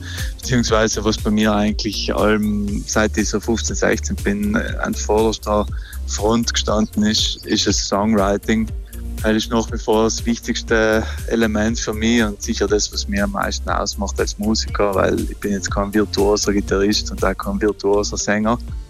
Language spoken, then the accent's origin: German; Merano, Trentino-Alto Adige, Italy; moved away as an adult; now in Vienna, Austria; Ich bin aus Meran, aber ich bin schon seit 10 Jahren eigentlich unterwegs im Ausland. Hauptsächlich lebe in Wien. Bin jetzt öfters in Südtirol wieder